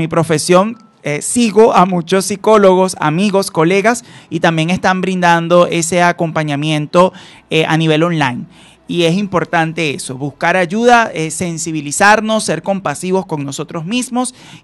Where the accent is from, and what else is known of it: Venezuela